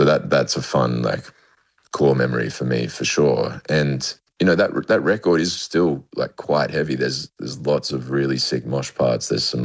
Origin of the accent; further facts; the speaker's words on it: Tamworth, New South Wales, Australia; I grew up in Tamworth, which is like a country town of 50,000 people, doesn't really have a scene or anything like that.